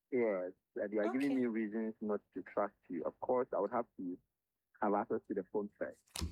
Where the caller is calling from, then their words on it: Accra, Greater Accra, Ghana; from Accra.